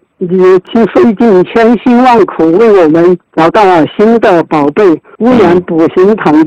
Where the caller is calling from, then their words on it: Sichuan, China; 老师我是来自四川肃宁的一位学员。